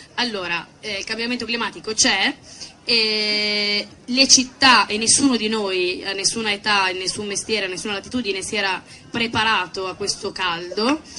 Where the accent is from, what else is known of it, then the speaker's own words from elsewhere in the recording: Liguria, Italy; io sono ligure